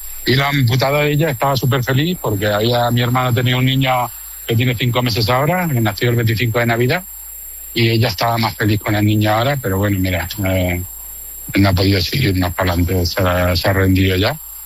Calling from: Tarragona, Catalonia, Spain; Yo vivo en Tarragona.

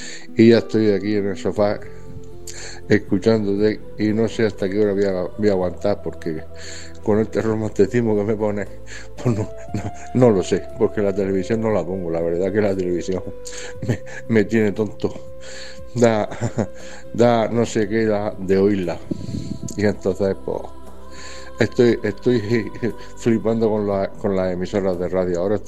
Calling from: Fuente Álamo, Region of Murcia, Spain; de Fuente Álamo, Murcia.

